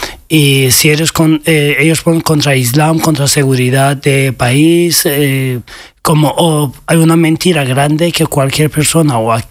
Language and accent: Spanish; Iran; A ver, ser homosexual en mi país está, no es algo que se habla ni en la educación, ni en el sistema, ni políticamente, sino está reconocido como algo malo en la sociedad